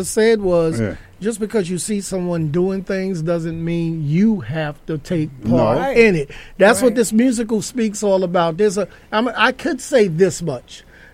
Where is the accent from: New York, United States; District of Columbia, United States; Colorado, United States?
New York, United States; New York City; we grew up in High Bridge in the Bronx.